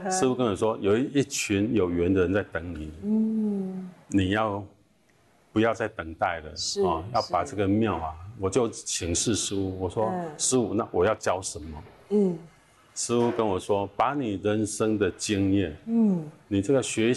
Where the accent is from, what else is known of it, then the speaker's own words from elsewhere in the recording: southern Taiwan, Taiwan; 我就很年轻，我就在、我常跑这个宫庙啊，这个我们乡下人在南部很多这种宫庙文化